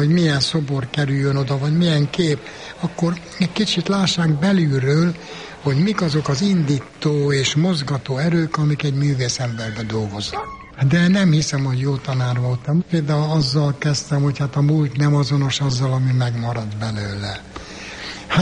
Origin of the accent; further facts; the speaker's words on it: Székely Land, Romania; Én székely vagyok, a legkeletibb magyar törzs egyik törzsökös tabja, amióta apám, anyám visszaemlékszik, és magam is, mind ott nőttünk fel, és odavalók vagyunk.